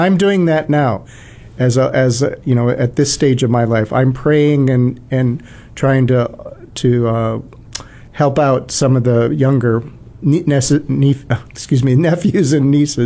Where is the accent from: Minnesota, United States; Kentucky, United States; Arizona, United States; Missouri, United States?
Minnesota, United States; Yeah, and they actually, you know … Okay, so I'm from Minnesota.